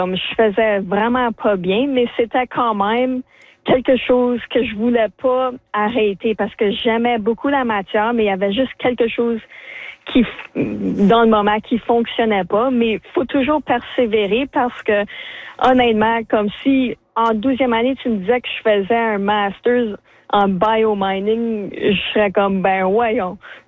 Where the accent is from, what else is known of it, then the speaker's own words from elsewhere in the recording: Sudbury, Ontario, Canada; Comme je suis de Sudbury, donc toujours être avec l'aspect minier, puis ça m'a toujours intéressé.